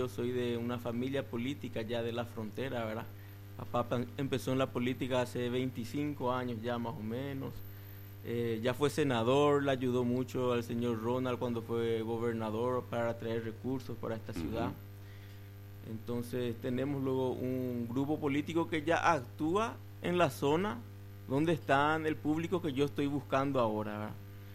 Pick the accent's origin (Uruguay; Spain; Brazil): Brazil; Y yo nací en el Brasil, vivo en el Brasil, estudié en el Brasil, pero yo soy de padres paraguayos